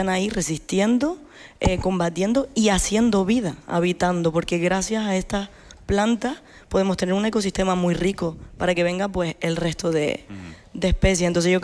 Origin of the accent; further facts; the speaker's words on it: Canary Islands, Spain; nos sentimos identificados total porque están muy ligados a la costa, como cualquier canario o canaria